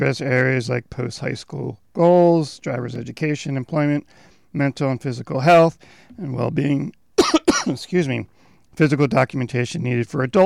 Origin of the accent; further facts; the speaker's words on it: Philadelphia, Pennsylvania, United States; moved away; I'm from Philadelphia.